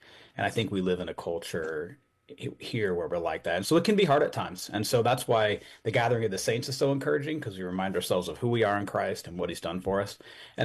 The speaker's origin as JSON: {"language": "English", "town": "Santa Rosa", "region": "California", "country": "United States", "tie": "born or raised there", "said": "I grew up in Santa Rosa. Both my grandparents came over from Spain and landed in, like, Sacramento area, and then came this way for work and for weather."}